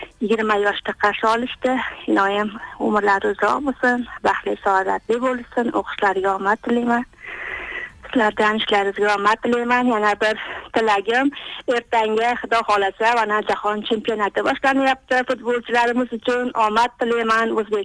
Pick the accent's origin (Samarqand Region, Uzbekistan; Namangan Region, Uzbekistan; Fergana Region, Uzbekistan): Fergana Region, Uzbekistan; Ha, men Farg'onadan